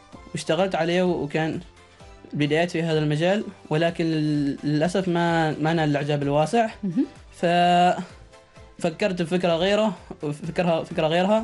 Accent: Oman; وهذه المادة موجودة عندنا في عمان بشكل مهول ولكن لم يتم استغلالها. فاحنا قلنا ليش ما نستغل هذه الخامات العمانية بحيث انه نحل من اكبر المشاكل العمانية.

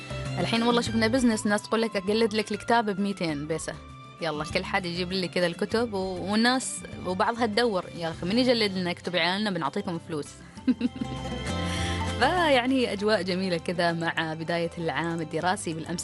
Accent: Oman; عندنا في سلطنة عمان

